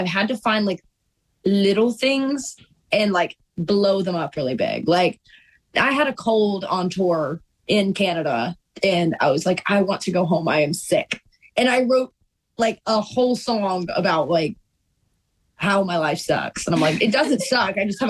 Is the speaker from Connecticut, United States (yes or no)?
no; Dublin, Virginia, United States; born or raised there; moved away as an adult; now in Nashville, United States